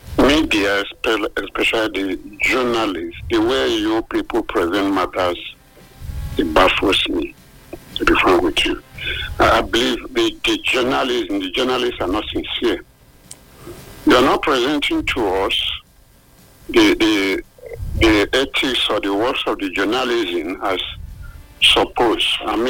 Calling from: Nigeria

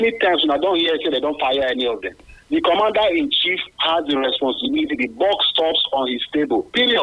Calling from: Benin City, Edo, Nigeria; I'm calling from Benin.

